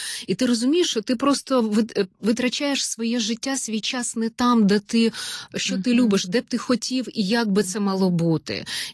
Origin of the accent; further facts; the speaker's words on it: Kirovohrad Oblast, Ukraine; born there; moved away as an adult; also born or lived in Horishni Plavni (Komsomolsk), Poltava Oblast; now in Kyiv, Ukraine; У мене, я кажу, дві малі батьківщини, це батьківщина, це Полтавщина, де я народилась, і Кіровоградщина, де я виросла у бабусі.